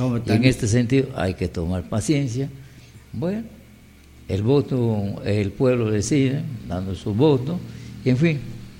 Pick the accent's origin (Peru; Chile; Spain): Peru; como buenos peruanos y electores, bueno, hay que elegir nuestro mandatario o mandataria.